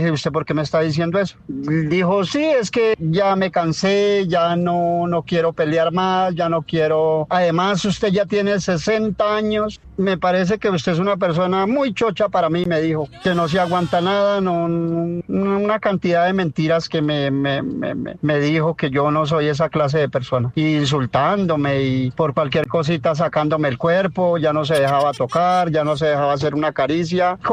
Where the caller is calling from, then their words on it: El Cocuy, Boyacá, Colombia; Yo soy del Cocuy, Boyacá, nosotros somos boyacenses a morir. Y usted sabe, mi querido Junior, que nosotros los boyacenses somos muy trabajadores, honrados y servidores.